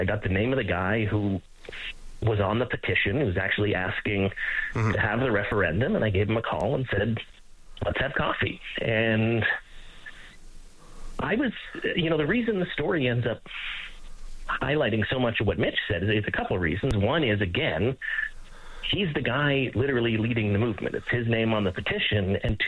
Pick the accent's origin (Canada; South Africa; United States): Canada; Calgary, Alberta; also born or lived in Edmonton; Yeah, so I'm from Alberta. I grew up in Calgary, born in Edmonton.